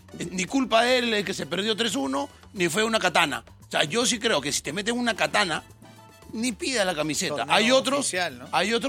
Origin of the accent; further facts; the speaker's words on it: Surquillo, Lima, Peru; somos de Surquillo, un Surquillo del Callao.